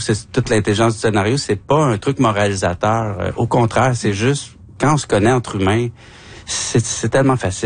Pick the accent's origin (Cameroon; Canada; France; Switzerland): Canada; Joliette, Quebec; je viens de Joliette